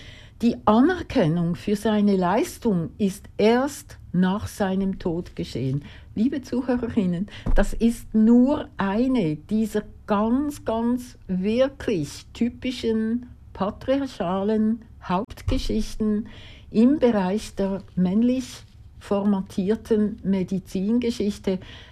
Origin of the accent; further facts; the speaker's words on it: Zurich, Switzerland; die Zürcher und Zürcherinnenbevölkerung, also wir, die Steuerzahlerinnen